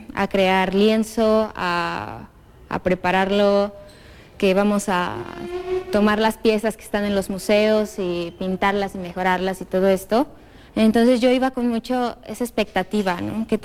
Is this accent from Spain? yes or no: no; Perote, Veracruz, Mexico; Pues yo soy de Perote, Veracruz, entonces ahí las artes no son como algo muy arraigado en la cultura.